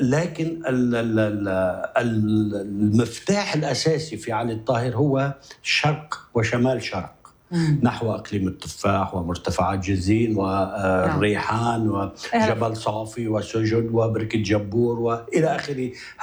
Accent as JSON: {"language": "Arabic", "region": "Beqaa", "country": "Lebanon", "said": "أنا من البقاع الغربي"}